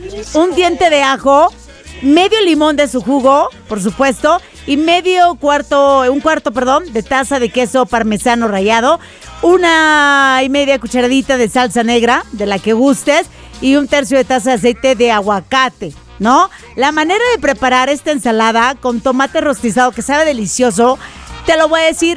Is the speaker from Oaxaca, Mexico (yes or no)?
no; Sinaloa, Mexico; moved away; allá en mi tierra